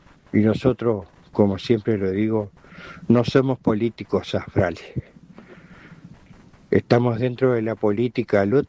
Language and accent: Spanish; Salto, Uruguay; No somos políticos astrales, somos salteños que queremos sacar un salto adelante.